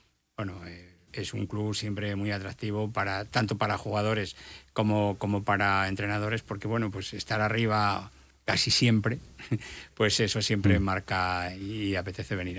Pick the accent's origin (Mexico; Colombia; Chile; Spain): Spain; León, Castile and León; Sí, es que, bueno, como decía antes, somos de León y hay que llevar la bandera de León por todas partes.